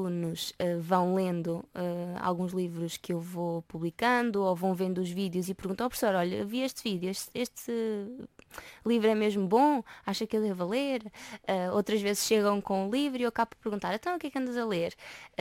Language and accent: Portuguese; Arganil, Centro, Portugal; eu sou de Arganil